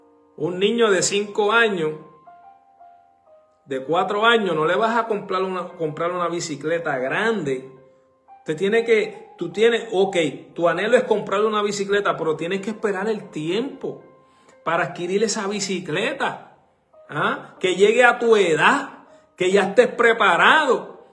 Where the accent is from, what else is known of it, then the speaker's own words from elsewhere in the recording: Puerto Rico; moved away; Me acuerdo cuando llegué de Puerto Rico, muy joven, aquí, yo me casé muy joven, claro, muy jovencito.